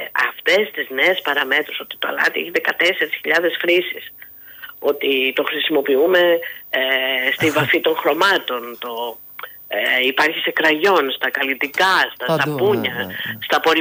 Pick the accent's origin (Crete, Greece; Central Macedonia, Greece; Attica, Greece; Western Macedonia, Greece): Central Macedonia, Greece; Thessaloniki; moved away as an adult; now in Missolonghi, Greece; εγώ είμαι Θεσσαλονικιά σε καταγωγή και ήρθα σχετικά πρόσφατα στο Μεσολόγγι